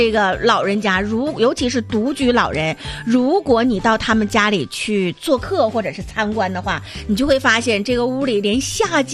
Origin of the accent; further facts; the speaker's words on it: China; 那你看我们中国人还有可能就是因为老一辈子物质匮乏惯了，所以呢就愿意存东西，